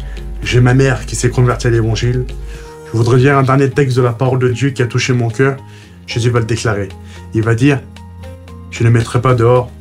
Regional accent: Algeria; J'ai commencé à pratiquer ma religion islamique, le Coran, l'islam, parce que je suis algérien, donc j'étais musulman.

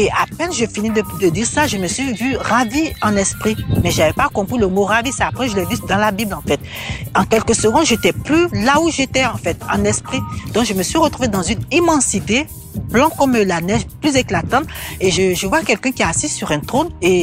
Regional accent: Côte d’Ivoire; now in France; je suis originaire de la Côte d'Ivoire. J'étais musulmane. Je viens d'une famille musulmane pratiquante. Et quand je suis venue en 90 en France

